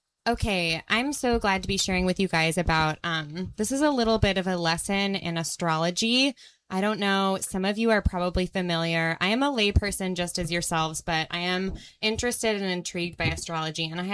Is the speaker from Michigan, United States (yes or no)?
yes; Detroit, Michigan, United States; I am here visiting from Detroit. Rachel is one of my best friends from home.